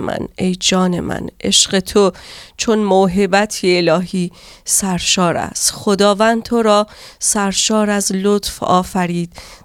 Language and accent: French; Iran; French is a second language; moved away as an adult; now in France; Je viens d'Iran. J'ai 40 ans.